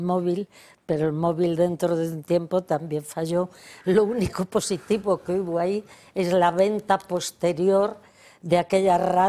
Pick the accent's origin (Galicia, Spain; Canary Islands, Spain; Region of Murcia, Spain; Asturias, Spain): Galicia, Spain; yo recuerdo de niña con qué alegría, pues cuando entonces en Galicia, en mi tierra